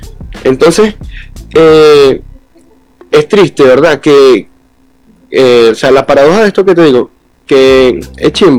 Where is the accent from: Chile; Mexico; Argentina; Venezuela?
Venezuela; Barinas; yo soy de Barinas